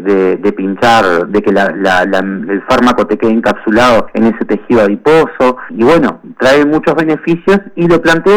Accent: Río Branco, Cerro Largo, Uruguay; moved away as an adult; now in Montevideo, Uruguay; Sí, soy de Río Branco, Cerro Largo, y bueno, me crié por allá, y ahora hace 10 años que estoy acá en la ciudad de Montevideo

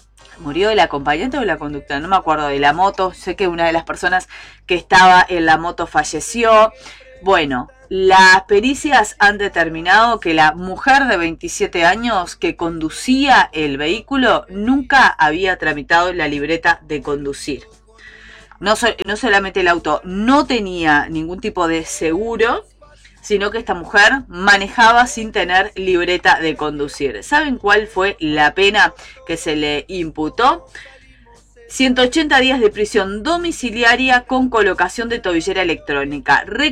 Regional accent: Pando, Canelones, Uruguay; Quienes somos de Pando hace muchísimos años

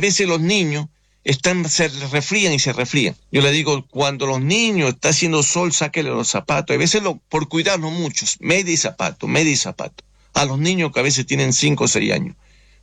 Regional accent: Ecuador; moved away; Yo como católico, como ecuatoriano, que vengo de la mitad del mundo, de esa alta montaña de la Amazonía, créanme lo que yo no nací en cuna de oro. Yo vengo de las montañas, yo me conozco lo que es el campo.

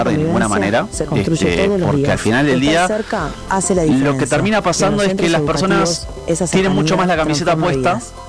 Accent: Uruguay

